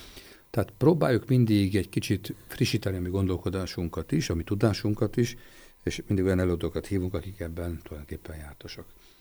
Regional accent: Libya; hiszen beszélek arabul is, hiszen Líbiában nőttem föl, ott dolgoztak a szüleim, és emiatt az arab nyelvet is megtanultam

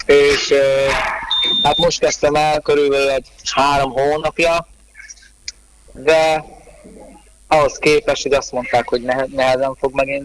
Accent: Szabolcs-Szatmár-Bereg, Hungary; now in Jászfényszaru, Hungary; Jászfényszerű, Jászságban vagyok, de amúgy Törzsgyökeres, szabolcsi vagyok

